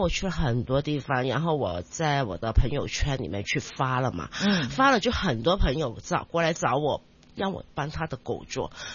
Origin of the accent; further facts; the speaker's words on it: Hong Kong; 但是大部分现在我们香港人很喜欢去的地方，很多都是免隔离了。